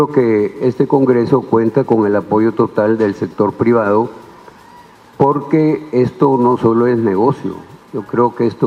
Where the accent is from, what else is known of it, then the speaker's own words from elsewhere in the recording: Honduras; todos somos, pues, como hondureños